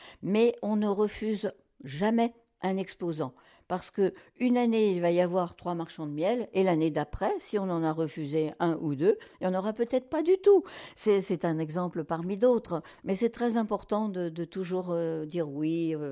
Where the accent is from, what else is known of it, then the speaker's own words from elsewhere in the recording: Souvigny-en-Sologne, Centre-Val de Loire, France; Je suis née à Souvigny et je pense que je finirai ma vie à Souvigny.